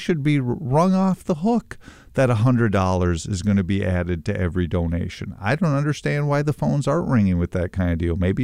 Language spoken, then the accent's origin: English; England, United Kingdom; I'm an English guy, not great with math, so you can call in and make fun of my mathematical skills.